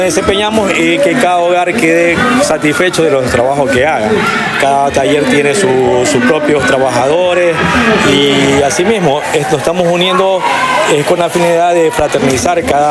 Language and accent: Spanish; Buena Fe, Los Ríos, Ecuador; yo soy de Buena Fe.